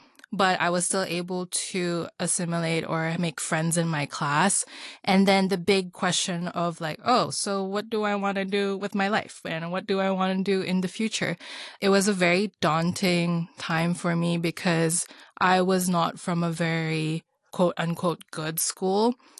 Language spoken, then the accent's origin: English; Hong Kong; I grew up here in Hong Kong. I was born and raised here